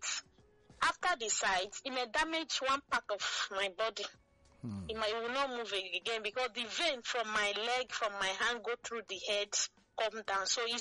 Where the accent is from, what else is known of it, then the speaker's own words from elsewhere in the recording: Lagos, Nigeria; also born or lived in Imo State; I'm from Imo State. I'm the fourth child, and I was born and brought up in Lagos.